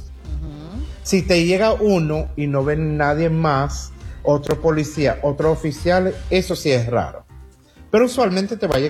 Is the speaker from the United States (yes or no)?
yes; United States; born there